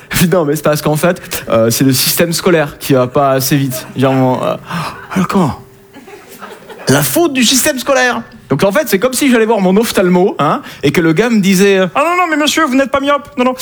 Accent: south of France, France; je viens du sud de la France

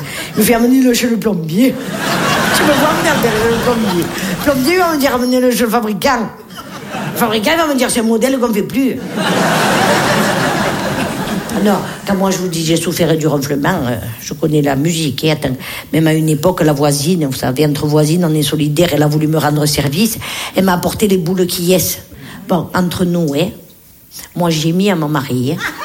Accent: Nice, Provence-Alpes-Côte d'Azur, France

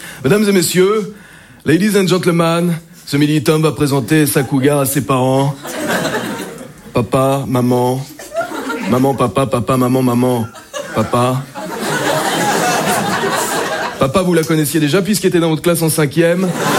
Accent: Île-de-France, France; parce que j'aime bien les Moritos, je viens de Seine-et-Marne.

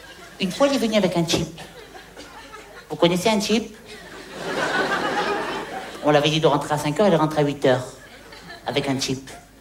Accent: Hauts-de-France, France; Mais non, je suis du Pas-de-Calais.

